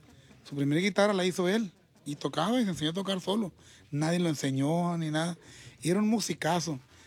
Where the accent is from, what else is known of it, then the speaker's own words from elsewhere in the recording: San Ignacio, Sinaloa, Mexico; Soy del rancho de La Caña, municipio de San Ignacio, Sinaloa.